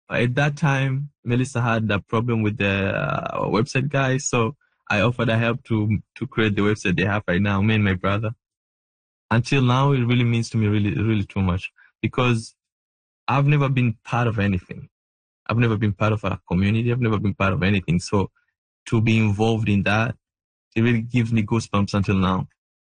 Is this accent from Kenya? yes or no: yes; Kenya; now in Canada; I'm from Kenya. I came to Canada in 2023, December, and it was so cold for us.